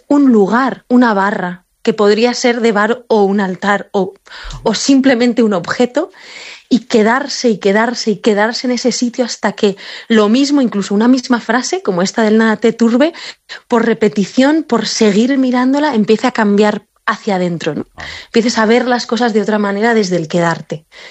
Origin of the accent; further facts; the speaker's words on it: Catalonia, Spain; Soc més catalana que tu.